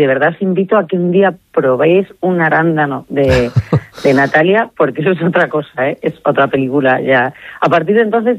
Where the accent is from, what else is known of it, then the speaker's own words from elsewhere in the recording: Madrid, Community of Madrid, Spain; moved away; porque yo sí en su momento lo di, hace 20 años, me vine de Madrid, y ves que el paso desde luego cuesta, porque tienes tus raíces